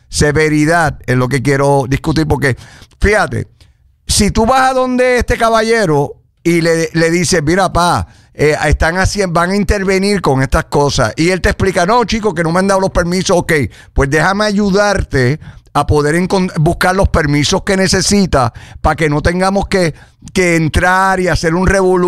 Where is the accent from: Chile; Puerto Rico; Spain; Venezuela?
Puerto Rico; Yo como boricua, lo que puedo quizás decir